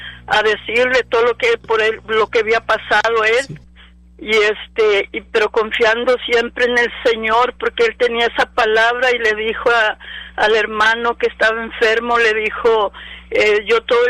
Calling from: Harlingen, Texas, United States; de aquí de Harlingen.

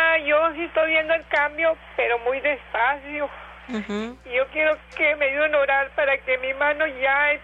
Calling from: Reynosa, Tamaulipas, Mexico; de Reynosa.

